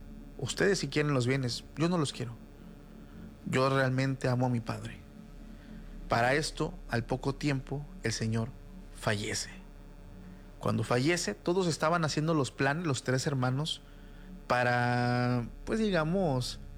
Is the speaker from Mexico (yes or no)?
yes; Mexico; Los que somos mexicanos y los que conocen esa cultura fuera del país saben